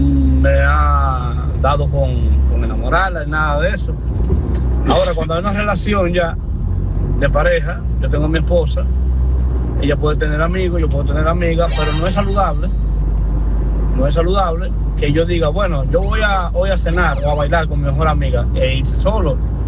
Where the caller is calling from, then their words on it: Dominican Republic; Yo soy dominicano